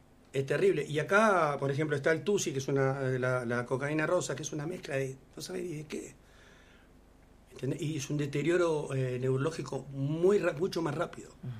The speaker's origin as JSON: {"language": "Spanish", "region": "Mendoza", "country": "Argentina", "said": "todos como mendocinos, como pueblo, como argentinos"}